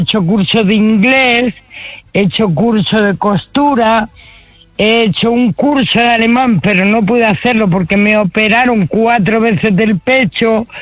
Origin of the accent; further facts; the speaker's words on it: Community of Madrid, Spain; De hecho, yo soy madrileña, pero de sangre andaluza y tengo mucha labia.